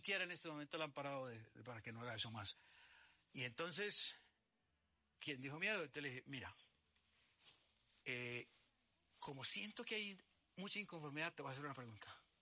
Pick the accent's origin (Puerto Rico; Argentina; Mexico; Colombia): Colombia; Antioquia; Soy paisa, estoy proponiendo Antioquia Federal